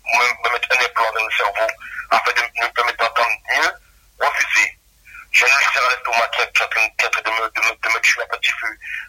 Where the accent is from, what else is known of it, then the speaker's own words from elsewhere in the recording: Guadeloupe; sachez une chose, moi je suis un Guadeloupéen et j'ai le mental, et la force de tenir malgré tout.